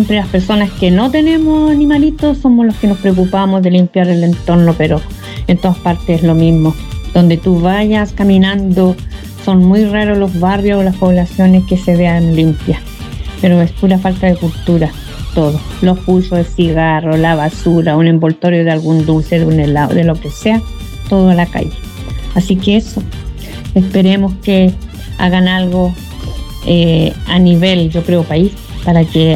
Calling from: Hualpén, Biobío, Chile; aquí yo vivo en Hualpén

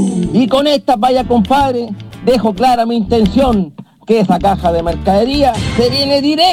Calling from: Longaví, Maule, Chile; Yo soy del campo de Longaví, tierra

